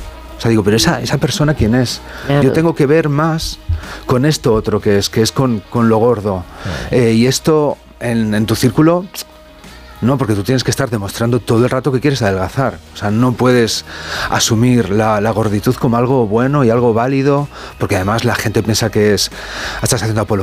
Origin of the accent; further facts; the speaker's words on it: Valladolid, Castile and León, Spain; yo soy castellano, de Valladolid.